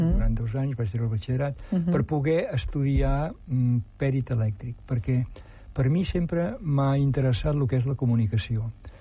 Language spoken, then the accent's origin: Catalan; Argentona, Catalonia, Spain; born there; Vaig néixer a Argentona l'any 1944, fa molt de temps, per això ja sóc antic.